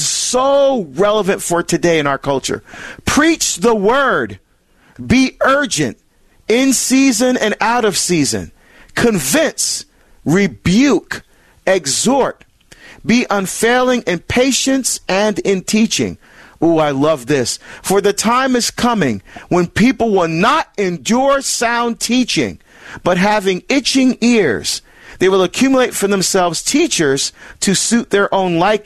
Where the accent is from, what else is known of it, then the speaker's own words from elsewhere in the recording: New Jersey, United States; Annie is calling from the great state, my home state of New Jersey